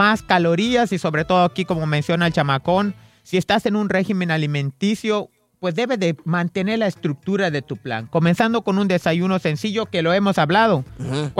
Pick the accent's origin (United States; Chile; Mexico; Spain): Mexico; Buctzotz, Yucatán; Yo vengo orgullosamente de Buxots